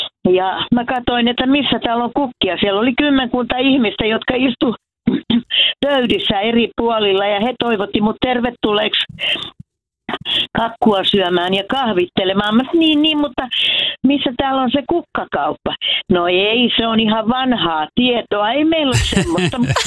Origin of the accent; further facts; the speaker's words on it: Järvenpää, Uusimaa, Finland; Ja Matti Esko asustaa tässä Tuusulan naapurissa, eli Järvenpäässä, josta minäkin olen kotoisin.